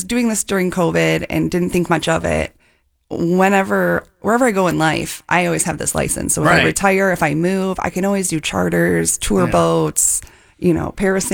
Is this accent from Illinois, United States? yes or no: yes; Illinois, United States; I grew up on the Chain of Lakes, grew up boating